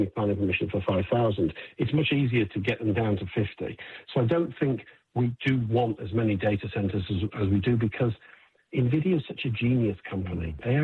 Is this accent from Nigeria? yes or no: no; United Kingdom; And, you know, I'm a Brit, but I still want America to win in this race.